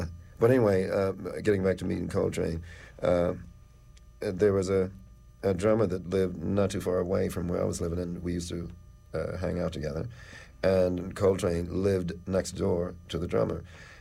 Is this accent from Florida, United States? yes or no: yes; Miami, Florida, United States; moved away; also born or lived in Philadelphia, Pennsylvania; I'm from Miami, Florida.